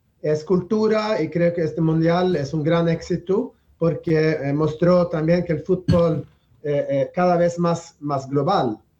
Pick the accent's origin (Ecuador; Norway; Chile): Norway; Spanish is a second language; moved away as an adult; now in Argentina; Y somos locos también, casi como los argentinos.